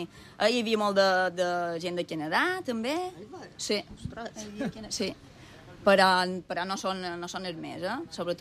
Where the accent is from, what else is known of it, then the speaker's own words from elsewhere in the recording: Felanitx, Balearic Islands, Spain; ja som de Porto Colom i Felanitx, que ha estat el meu poble tota la vida, és un poble mort.